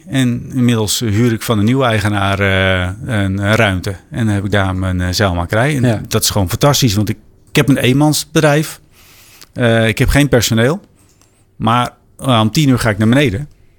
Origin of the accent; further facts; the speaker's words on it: South Holland, Netherlands; waar ik vandaan kom, het bollengebied. Het is allemaal arme zandgrond.